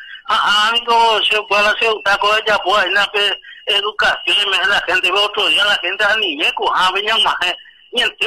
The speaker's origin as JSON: {"language": "Spanish", "country": "Paraguay", "said": "Yo soy paraguayo a su"}